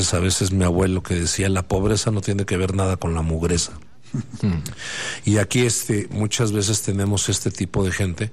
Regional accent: Mexico; me da pena como mexicano

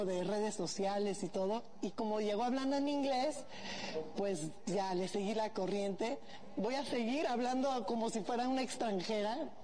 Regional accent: Mexico; Sí, somos mexicanos 100%.

